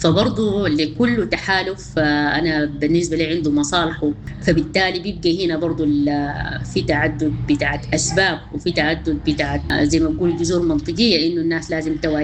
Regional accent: Sudan; لنا نحن كشعب سوداني

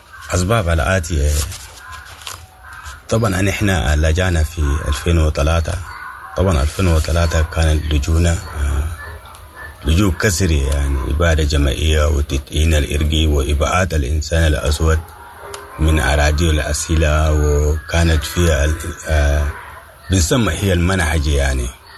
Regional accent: Sudan; لأنه هم نحن سودانيين وأفارقة صحيح

